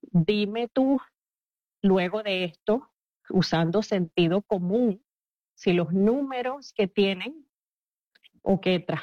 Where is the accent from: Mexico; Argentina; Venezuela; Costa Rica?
Venezuela; now in Sydney, Australia; Mi mamá está en Colombia, vive en Colombia. Yo soy venezolana, pero mis padres viven en Colombia.